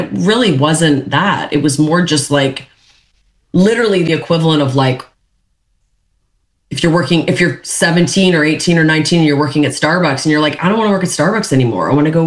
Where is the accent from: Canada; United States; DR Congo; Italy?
Canada